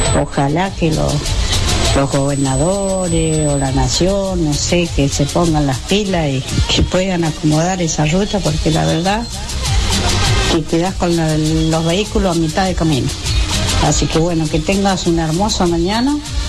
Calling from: Cipolletti, Río Negro, Argentina; soy de acá, de Cipolletti.

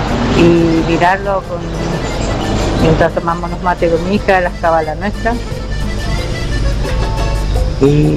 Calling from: Argentina; de Barrio San Sebastián.

